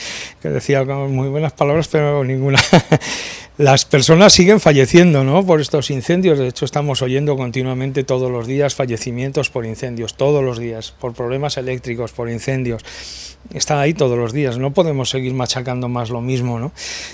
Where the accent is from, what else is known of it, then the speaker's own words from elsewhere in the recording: Muniesa, Aragon, Spain; si me permites quiero mandar un saludo a mi pueblo, a Muniesa, que me dicen muchas veces que te veo en la televisión